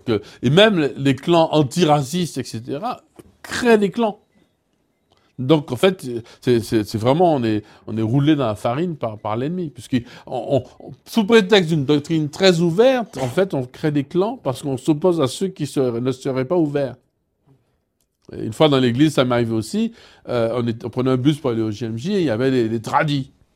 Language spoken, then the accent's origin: French; Martinique, France; je suis de la France, de la Martinique.